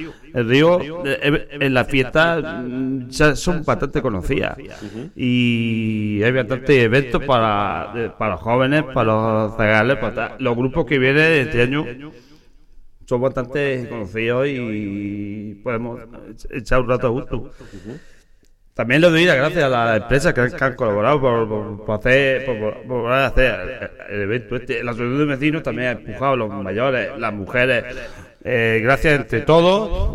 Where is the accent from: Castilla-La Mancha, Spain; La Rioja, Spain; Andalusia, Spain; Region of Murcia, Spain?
Region of Murcia, Spain; born there; moved away as an adult; yo no nací aquí, yo nací en Puria.